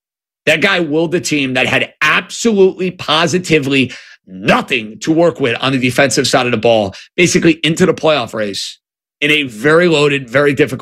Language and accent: English; New York, United States; I'm a New Yorker